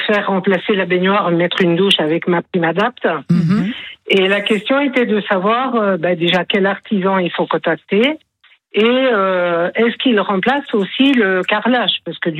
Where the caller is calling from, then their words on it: Le Pontet, Provence-Alpes-Côte d'Azur, France; Du Pontet.